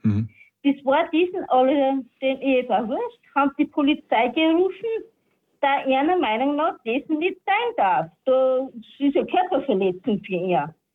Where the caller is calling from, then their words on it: Salzburg, Austria; Ja, ich komme aus dem Schlachtgau.